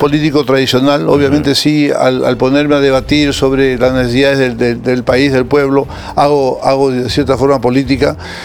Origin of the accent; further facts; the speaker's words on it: Peru; yo soy un peruano agradecido de lo que yo tengo gracias a mi país.